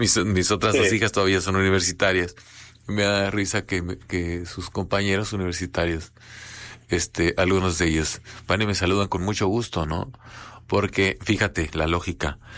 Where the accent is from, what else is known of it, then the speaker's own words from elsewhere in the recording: Mexico; Oye, en fin, pero somos muy mexicanos.